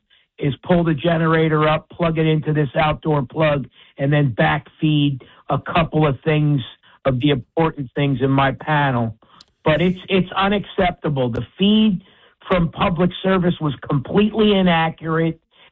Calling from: Westfield, New Jersey, United States; I'm in Westfield

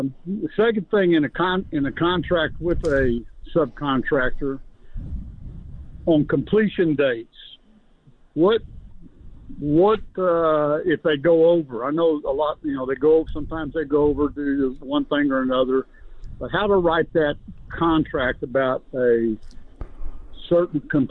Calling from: San Antonio, Texas, United States

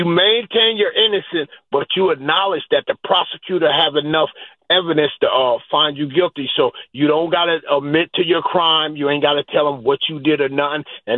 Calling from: New Brunswick, New Jersey, United States; I'm from New Brunswick.

